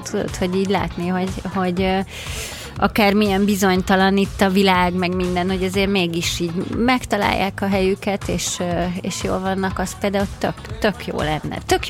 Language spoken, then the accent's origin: Hungarian; Brazil; Brazíliába megmutatni a családomnak azt, hogy hol voltam gyerek